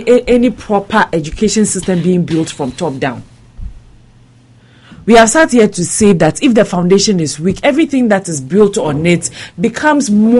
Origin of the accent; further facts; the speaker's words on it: Ghana; See, growing up in Vapo, we were attending LA Senior High.